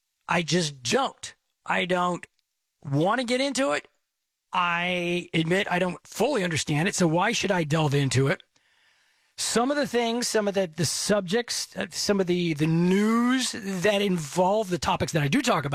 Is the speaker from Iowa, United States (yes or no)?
no; Texas, United States; Now, I am a Texan most all of my life. I am at least a fifth-generation Texan. I am incredibly proud of being from this great state.